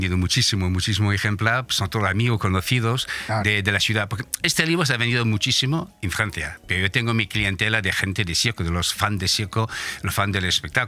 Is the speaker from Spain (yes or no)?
yes; Benidorm, Valencian Community, Spain; yo soy de aquí, porque la verdad, yo soy de Benidorm y quiero mucho esta tierra. Y aquí me acabaré.